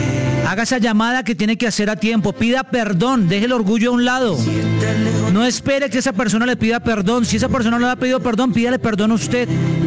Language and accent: Spanish; Colombia; Esos somos los colombianos, hombre.